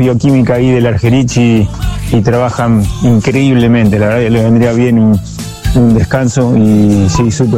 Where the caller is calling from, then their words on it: San Justo, Buenos Aires Province, Argentina; de San Justo